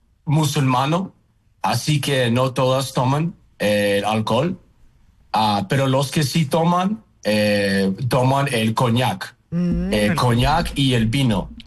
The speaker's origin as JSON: {"language": "Spanish", "country": "Uzbekistan", "also_born_or_lived": "United States / Medellín, Colombia", "second_language": "Spanish", "moved": "yes", "lives_now": "Mexico City, Mexico", "said": "me recuerdan mucho a mi país de origen. Nosotros uzbecos también somos así."}